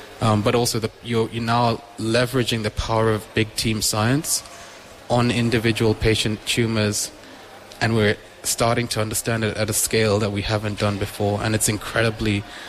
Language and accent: English; South Africa; now in Brisbane, Australia; It was 2 a.m. at a hospital, and I grew up in South Africa